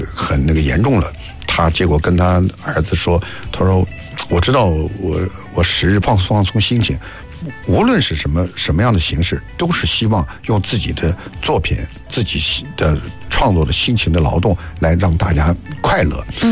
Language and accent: Chinese; Nanjing, Jiangsu, China; accent: Nanjing dialect; 我是南京土生土长的相声演员。我想呢，在这里呢，用南京话跟大家交流